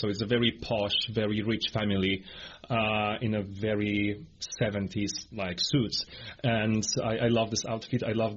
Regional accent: Poland; I'm a baritone from Poland.

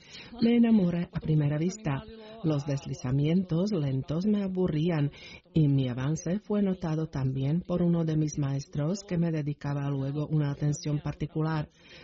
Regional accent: southern Slovakia, Slovakia; also born or lived in Levoča; provengo del sur de Eslovaquia y, aunque no se trata de una tierra plana, tampoco es montañosa

